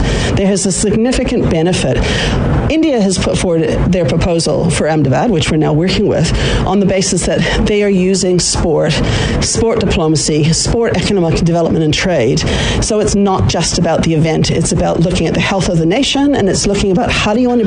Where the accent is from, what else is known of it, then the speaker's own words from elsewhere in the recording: Scotland, United Kingdom; born there; I was born in Scotland, brought up